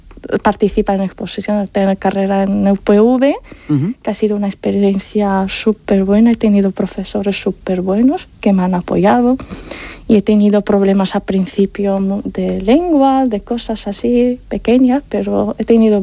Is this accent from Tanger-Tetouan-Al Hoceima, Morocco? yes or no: yes; Tetouan, Tanger-Tetouan-Al Hoceima, Morocco; Spanish is a second language; moved away as an adult; now in Spain; desde pequeña me gustaba el arte y participaba en todos los acontecimientos de mi ciudad natal, Tetuán